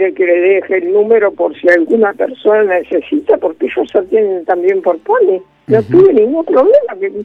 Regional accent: Buenos Aires, Argentina; born there; now in Mar de Ajó area, Argentina; Mire que yo nací en Palermo y conozco varios sanatorios y clínicas

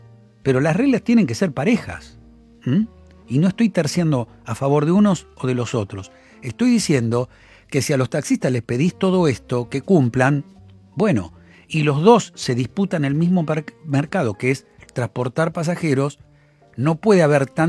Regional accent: Argentina

